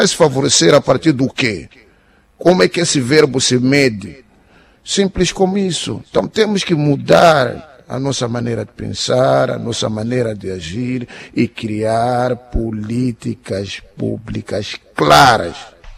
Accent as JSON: {"language": "Portuguese", "country": "Mozambique", "said": "Nós somos moçambicanos."}